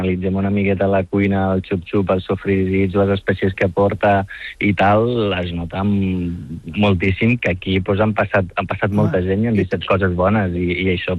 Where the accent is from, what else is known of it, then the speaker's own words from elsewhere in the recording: Morocco; perquè jo vinc del nord del Marroc